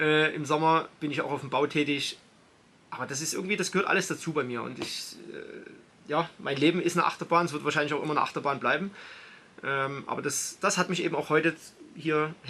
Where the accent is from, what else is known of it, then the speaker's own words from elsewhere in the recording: Belgium; ich bin als Belgier auf Nummer 1 ins Ziel gekommen